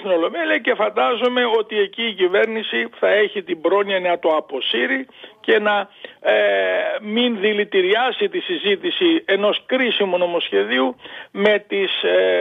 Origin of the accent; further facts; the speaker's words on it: Drama, Eastern Macedonia and Thrace, Greece; εγώ είμαι από τη Δράμα, από αγροτικό νομό